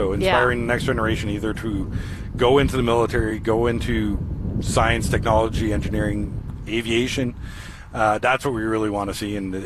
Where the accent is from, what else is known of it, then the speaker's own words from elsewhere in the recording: Ottawa, Ontario, Canada; now in Moose Jaw, Canada; But I'm from Ottawa.